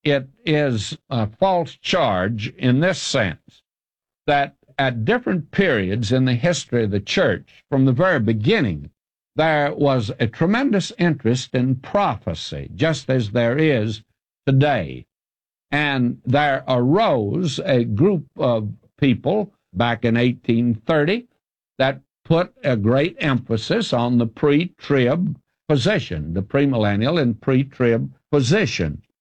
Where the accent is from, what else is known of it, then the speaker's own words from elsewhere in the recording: the South, United States; I was raised in the South.